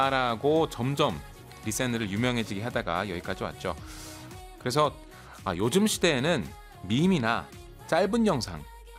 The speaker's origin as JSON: {"language": "Korean", "region": "Seoul", "country": "South Korea", "tie": "born or raised there", "said": "고향이 서울"}